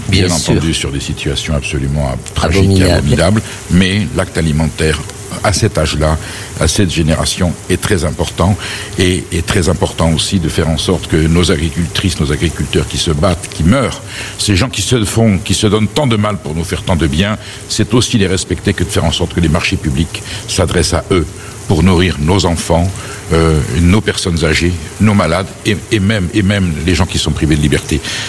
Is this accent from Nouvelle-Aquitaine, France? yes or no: yes; Nouvelle-Aquitaine, France; Alors, vous êtes béarnaise, je suis basque, ça va très bien se passer?